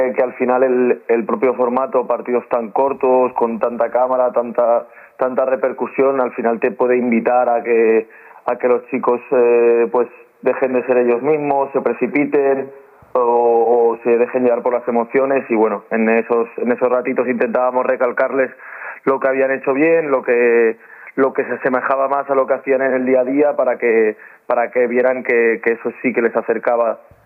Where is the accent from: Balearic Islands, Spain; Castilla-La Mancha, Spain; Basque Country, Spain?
Balearic Islands, Spain; Mallorca; now in Seville, Spain; Yo además soy de Mallorca y toda mi gente de Mallorca también ha estado cerquita